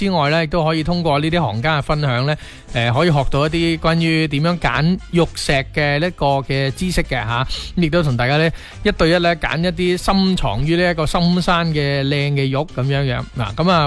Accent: Foshan, Guangdong, China; 我哋佛山人呢亦都有属于我哋自己嘅传统文化嘅

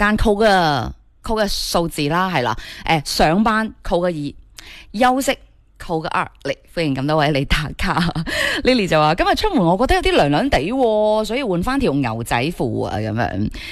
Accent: Guangdong, China; 作为广东人

